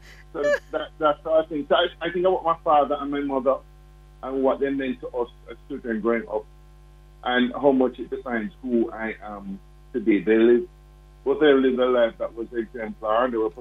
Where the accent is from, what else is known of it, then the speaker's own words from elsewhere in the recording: Jamaica; the experiences that I had as a Jamaican.